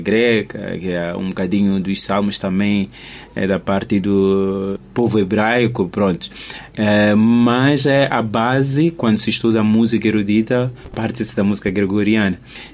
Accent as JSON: {"language": "Portuguese", "country": "Mozambique", "said": "nós estamos como africanos, como moçambicanos, a música está sempre lá."}